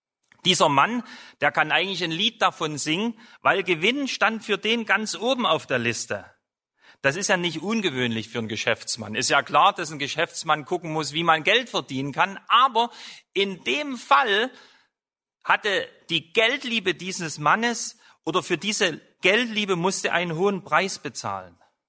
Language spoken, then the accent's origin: German; East Germany, Germany; Ich bin in der DDR groß geworden als Christ